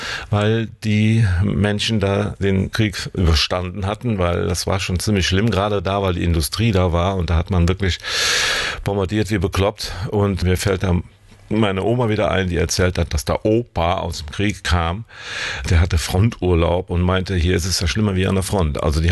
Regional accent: Niederkassel, North Rhine-Westphalia, Germany; born or raised there

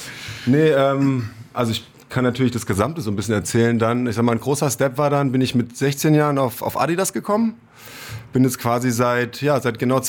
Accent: Kirchzarten, Baden-Württemberg, Germany; Ich komme aus Freiburg, ne, aus Kirchzarten, ein kleines Dorf. Ist sogar ein Luftkurort.

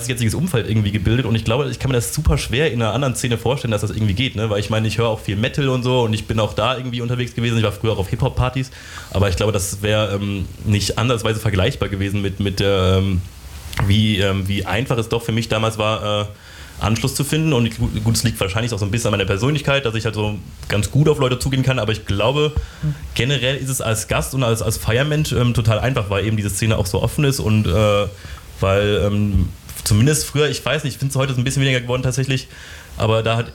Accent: Bonn, North Rhine-Westphalia, Germany; now in Cologne, Germany; Ich bin dann auch nach Köln gezogen und so. Ich komme eigentlich dann ursprünglich aus Bonn.

